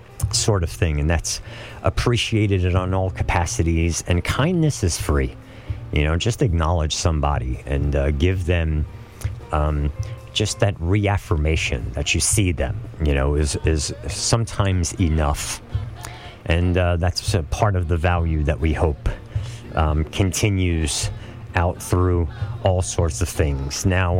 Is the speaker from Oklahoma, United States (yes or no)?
no; New York City, New York, United States; growing up in New York City